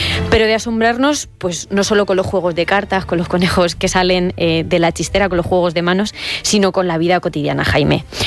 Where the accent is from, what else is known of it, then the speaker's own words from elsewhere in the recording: Castilla-La Mancha, Spain; No, yo como buena manchega estoy bien en los climas cálidos y secos, y aquí se está calentito y seco.